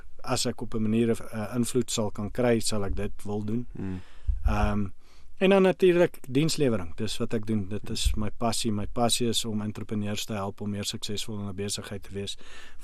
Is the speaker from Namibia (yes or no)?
yes; Namibia; moved away as an adult; also born or lived in Canada; Ons is baie bederf met die kos wat ons as mense in Namibia eet.